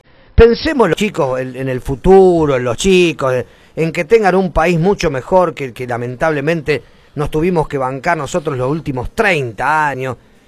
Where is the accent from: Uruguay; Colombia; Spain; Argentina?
Argentina